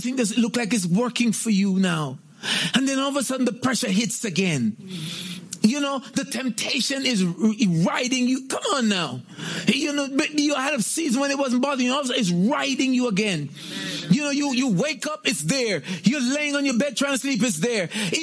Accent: Jamaica; I'm Jamaican.

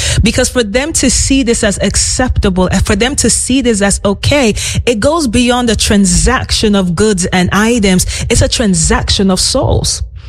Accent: Nigeria; I grew up in Nigeria, you know, and Africa is no stranger to this.

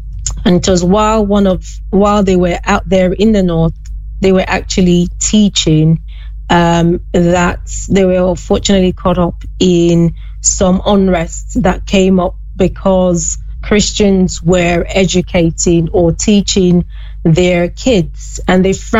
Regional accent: Western Nigeria, Nigeria; I grew up in the western part of the country, which was relatively peaceful and safe. So where you've seen a lot of the persecution in Nigeria is in the northern part

